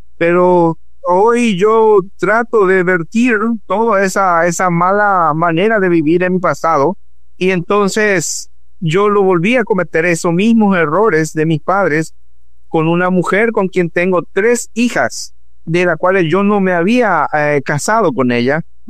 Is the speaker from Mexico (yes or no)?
no; Paraguay; soy de Paraguay, soy casado con … tengo una hija de 15 años y somos tres aquí en la casa.